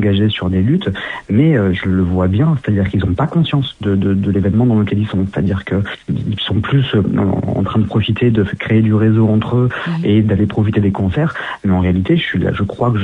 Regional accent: Nice, Provence-Alpes-Côte d'Azur, France; Moi, je suis pas de Paris, je suis de Nice.

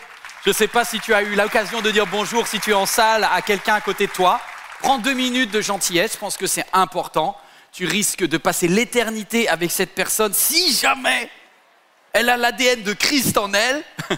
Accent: Brittany, France; Normalement, je suis breton, c'est ce que mes parents m'ont dit.

